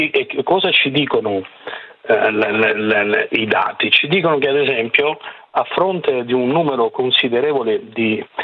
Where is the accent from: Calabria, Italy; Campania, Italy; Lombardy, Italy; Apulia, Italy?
Calabria, Italy; io lo dico anche da calabrese.